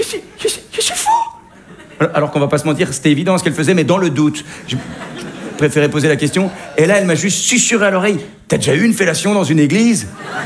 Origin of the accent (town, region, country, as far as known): Belgium